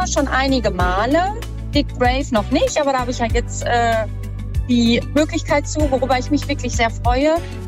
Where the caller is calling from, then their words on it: Schwerte, North Rhine-Westphalia, Germany; Ich komme aus Schwerte, also nicht ganz so weit.